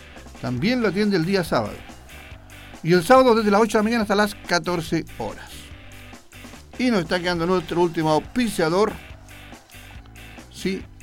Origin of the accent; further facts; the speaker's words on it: Linares, Maule, Chile; un amigo de mi tierra linarense